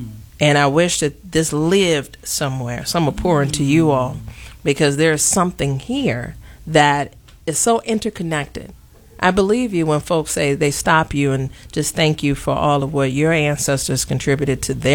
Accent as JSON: {"language": "English", "town": "Chicago", "region": "Illinois", "country": "United States", "tie": "born or raised there", "said": "I actually grew up in Bronzeville."}